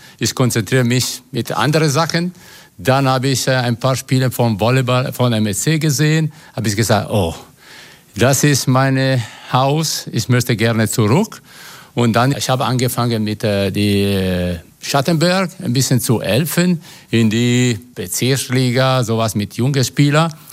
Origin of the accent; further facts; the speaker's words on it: Italy; German is a second language; moved away as an adult; now in Germany; Ich komme aus Italien.